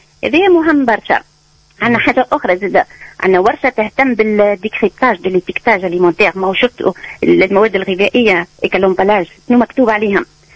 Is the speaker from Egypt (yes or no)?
no; Tunisia